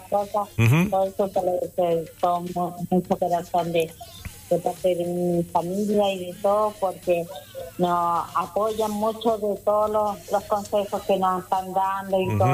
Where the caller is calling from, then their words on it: Chile; De Los Llanos